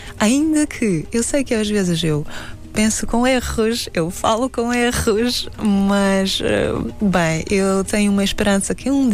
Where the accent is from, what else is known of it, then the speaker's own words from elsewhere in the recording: Kazakhstan; first language Russian; Portuguese is a second language; Sim, sim, porque como a minha língua materna, a língua com que eu cresci, na realidade é russa, porque a minha avó era russa e o meu avô cazaque. Ou seja, temos maior parte de famílias no Cazaquistão são uma mistura de nacionalidades diferentes